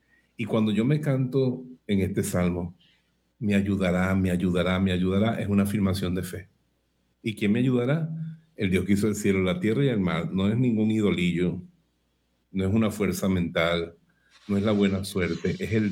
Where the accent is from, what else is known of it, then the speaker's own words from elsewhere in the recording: Bejuma, Carabobo, Venezuela; Muchas de estas canciones, se han dado cuenta, esta noche nacieron en Bejume, en mi pueblo, cuando yo era seglar, no había entrado al seminario todavía.